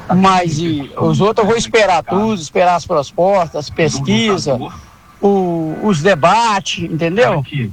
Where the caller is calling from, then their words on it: Aparecida de Goiânia, Goiás, Brazil; falo aqui do Caravela, Aparecida de Goiânia